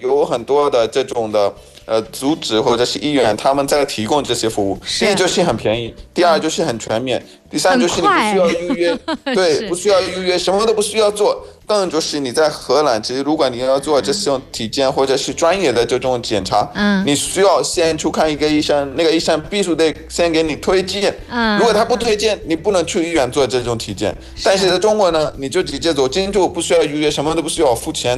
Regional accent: Pakistan; Chinese is a second language; 感谢大家收听，

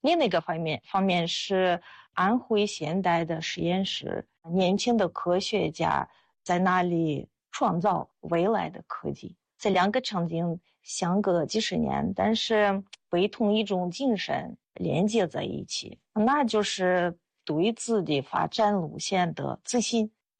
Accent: Russia; Chinese is a second language; moved away as an adult; now in China; 我是俄罗斯人，我在中国生活了25年，现在在党史研究院做翻译工作。

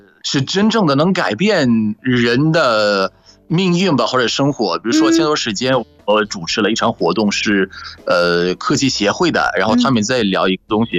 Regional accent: Egypt; 我是来自埃及的

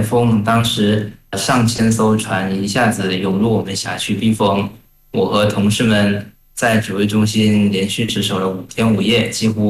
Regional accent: Haikou, Hainan, China; 海南海口人。

